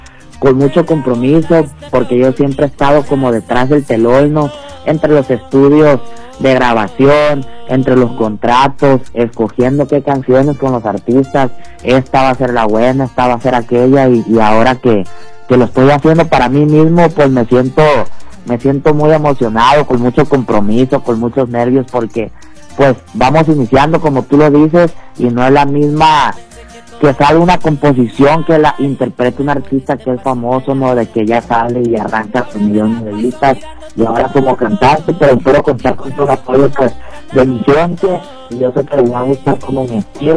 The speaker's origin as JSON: {"language": "Spanish", "country": "Mexico", "said": "ese género, ¿no?, que nos representa como mexicanos"}